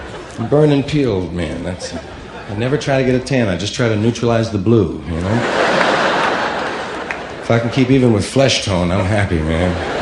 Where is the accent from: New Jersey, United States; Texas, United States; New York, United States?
New York, United States; side, Harlem. And we'd call our little neighborhood White Harlem, because it sounded bad, you know? Where are you from? White Harlem. Hey. Sound tough, sound down. The real name was Morningside Heights.